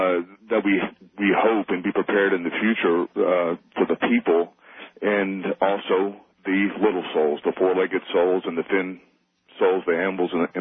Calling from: Athens, Georgia, United States; I'm calling from Athens, Georgia.

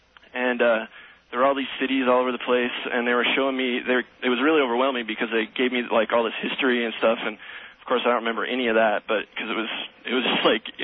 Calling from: Flagstaff, Arizona, United States; I'm from Flagstaff.

